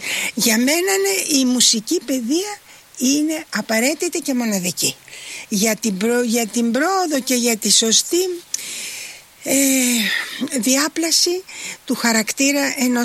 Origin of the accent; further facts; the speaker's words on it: Chalandri, Attica, Greece; moved away; also born or lived in Paris; γεννήθηκα στο Εθνικό Οδείο Χαλανδρίου μέσα, γιατί η μαμά μου, η μητέρα μου το ίδρυσε το 1942 μαζί με τον δάσκαλό της, τον Μανώλη Καλομύρη.